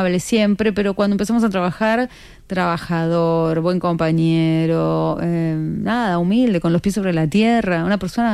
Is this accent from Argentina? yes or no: yes; Barracas, Buenos Aires Province, Argentina; Y yo que soy argentina hice las dos.